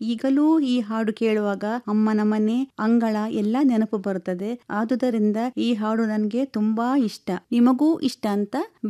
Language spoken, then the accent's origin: Kannada; Kalmadi, Karnataka, India; born there; first language Tulu; Kannada is a second language; ಇದು ನನ್ನ ತಾಯಿ ಮನೆಯ ಕಲ್ಮಾಡಿ ಎಂಬ ಊರಿನಲ್ಲಿಯೇ ಆದದ್ದು.